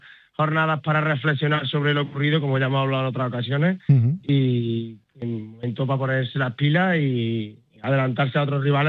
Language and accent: Spanish; Montilla, Andalusia, Spain; yo soy de aquí de Montilla